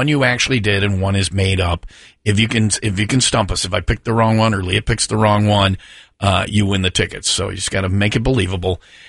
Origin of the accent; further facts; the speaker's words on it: Burlington, Wisconsin, United States; born there; also born or lived in Hales Corners, Wisconsin; when I moved from Hales Corners to Burlington.